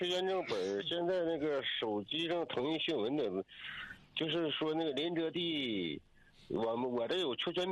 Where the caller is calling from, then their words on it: Nong'an, Jilin, China; 农安，农安青山。